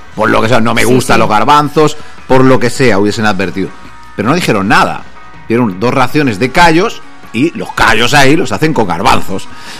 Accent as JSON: {"language": "Spanish", "country": "Spain"}